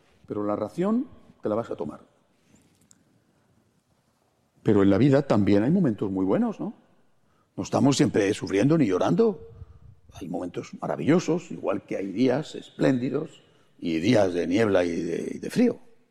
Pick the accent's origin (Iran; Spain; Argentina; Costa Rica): Spain; En mi país, en España, no tenemos niños.